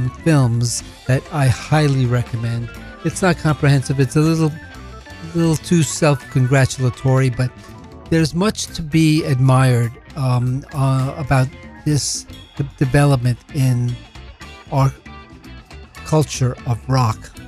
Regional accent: Colombia; as a Colombian Latino myself, coming out of the whole rock world, more in the domestic New York scene

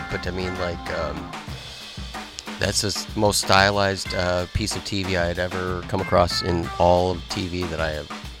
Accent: Illinois, United States; Oh, yeah, me as well in Chicagoland area

